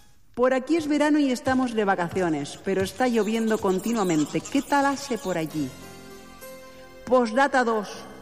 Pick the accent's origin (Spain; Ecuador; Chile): Spain; Santander, Cantabria; Soy Libra, nací y vivo en Santander, capital de Cantabria, que es una pequeña comunidad autónoma al norte de España.